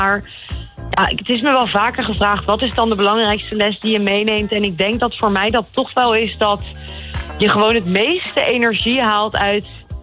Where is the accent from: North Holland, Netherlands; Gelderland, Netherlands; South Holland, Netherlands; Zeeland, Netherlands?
South Holland, Netherlands; Haastrecht; ik kom wel uit een dorp waar ook ieder jaar een kermis was.